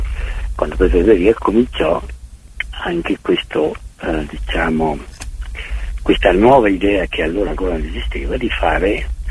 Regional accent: Venice, Veneto, Italy; Noi proveniamo da Venezia e però avevamo questa grande passione per la montagna

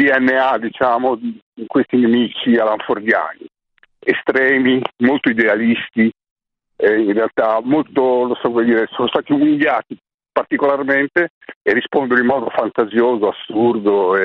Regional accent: Milan, Lombardy, Italy; io sono di Milano

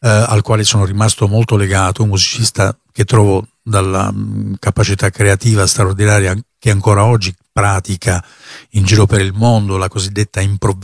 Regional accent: Bari, Apulia, Italy; sono un musicista del sud, vengo dalla Puglia

